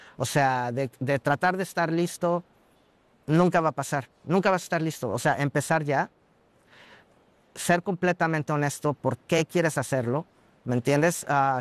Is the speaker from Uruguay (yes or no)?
no; Mexico; born there; Yo tengo mucho amor a México, porque yo nací en México.